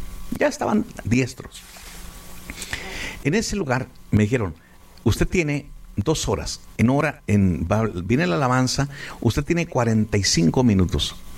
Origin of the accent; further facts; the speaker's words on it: Ciudad Juárez, Chihuahua, Mexico; Pero como soy mexicano, no me rajo. O sea, claro, los mexicanos ahí vamos a estar. ¡Viva México!